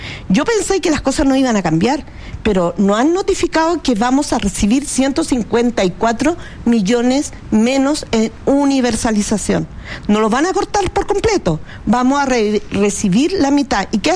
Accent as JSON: {"language": "Spanish", "country": "Chile", "said": "Lo que pasa es que estamos sintiendo que somos chilenos de segunda categoría."}